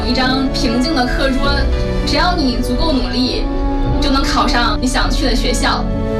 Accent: Northeast China, China; 小的时候在东北的村子里上学

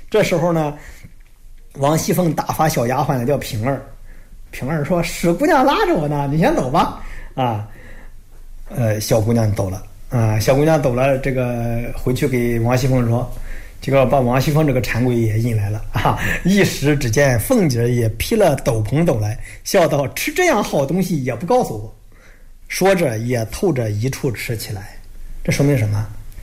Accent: China; 我们中国人

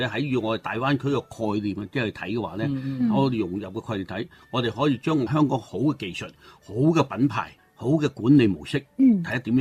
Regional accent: Guangzhou, Guangdong, China; 我哋广州人咧佢唔系好注重嗰个

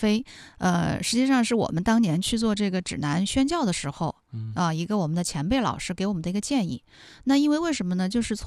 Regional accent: China; 但是我们中国人吧，他是一白遮百丑，我们其实是喜欢打把伞的。

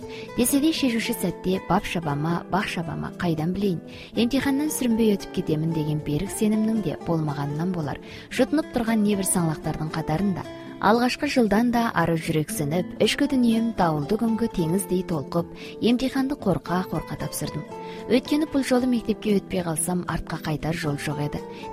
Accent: Nilka County, Xinjiang, China; moved away; Нұлқауданның Сарбұлақ деген шағын қыстағында қарапайым малшы отбасында туып өстім.

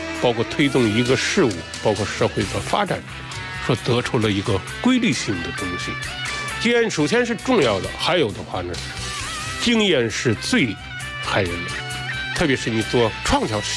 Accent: Henan, China; 我们河南人还有一个人还是很伟大的

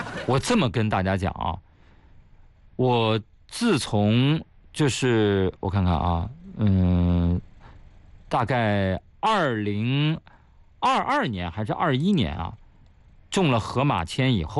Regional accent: Changzhi, Shanxi, China; 因为去年我报了一场，我老家山西长治的马拉松，哎，因为那个地方不大嘛

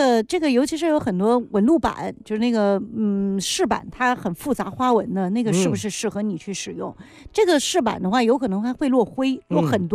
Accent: Guangdong, China; 因为我们广东人老的那些家具它是比较中式的

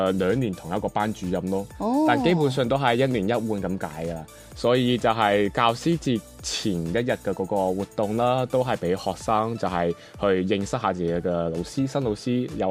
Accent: Macau; Hello 啊，各位，

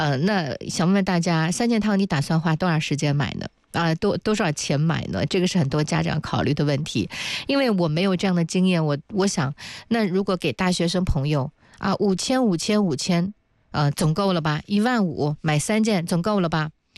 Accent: China

